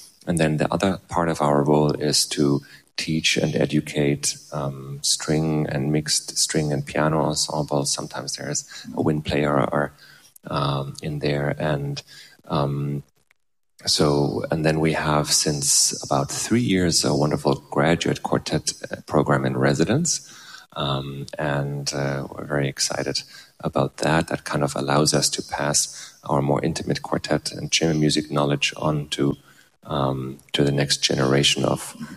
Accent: Germany; moved away as an adult; now in Cincinnati, United States; I grew up in Germany and was educated there, and then studied in the States

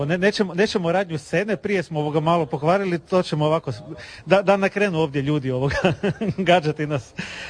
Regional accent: Pula, Istria County, Croatia; born there; iako sam rođen u Puli, korijeni su iz Dalmacije

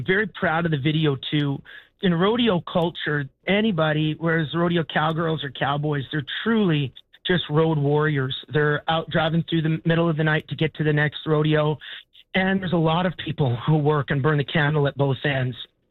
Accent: Alberta, Canada; because I'm from Alberta

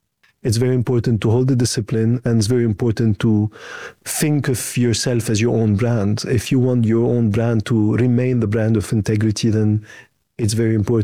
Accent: Lebanon; moved away as an adult; also born or lived in France / Germany; So I grew up in Lebanon. At age 18, I moved to France for my university. I then picked an internship in Germany.

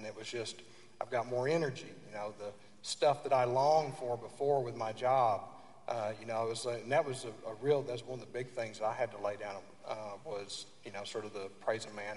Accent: Oklahoma, United States; so I'm originally from Oklahoma, and we went home to see my family and my uncle

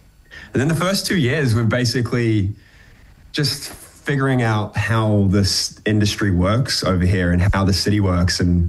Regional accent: New Zealand; accent: New Zealand; moved away as an adult; now in Australia; the longer I'm here, the more I've regressed back into my New Zealand accent.

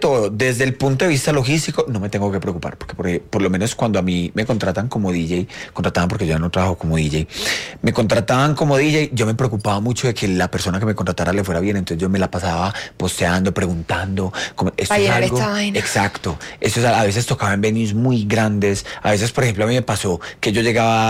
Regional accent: Colombia; para Colombia porque tengo que hacer en Colombia ir a hablar sobre mi canción en Colombia, que es mi país de origen.

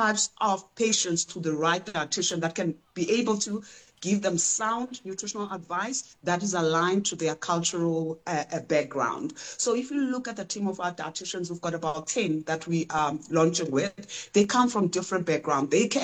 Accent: Eastern Cape, South Africa; like for example, myself, I'm Xhosa from the Eastern Cape. Umngqusho is part of what I eat.

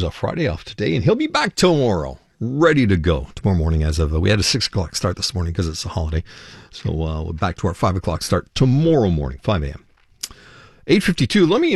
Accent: Ville-Saint-Laurent, Quebec, Canada; my hometown of Ville-Saint-Laurent

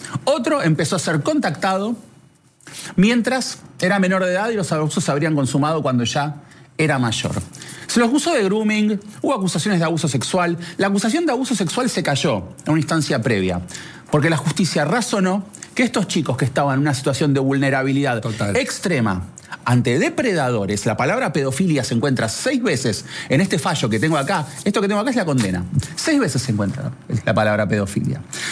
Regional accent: Argentina

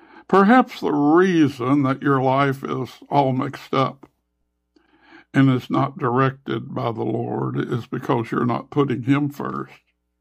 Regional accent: Kentucky, United States; moved away as an adult; now in Western Kentucky, United States; since I've been in Western Kentucky. Now, I come from Eastern and South Central Kentucky.

